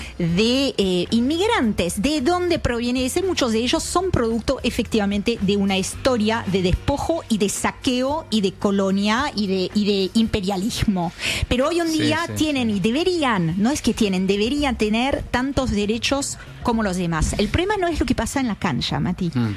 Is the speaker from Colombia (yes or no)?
no; France